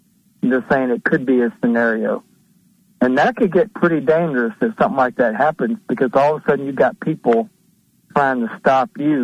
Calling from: Tennessee, United States; from Tennessee.

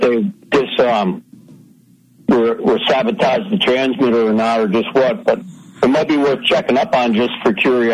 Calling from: New York, United States; New York.

